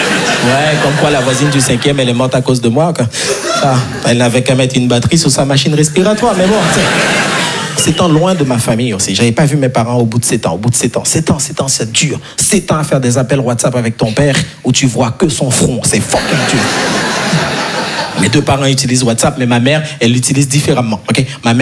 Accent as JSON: {"language": "French", "country": "Haiti", "tie": "born or raised there", "moved": "yes", "said": "Je ne vais pas vous mentir parce que je suis né et grandi en Haïti. Et en Haïti, on n'a pas les quatre saisons."}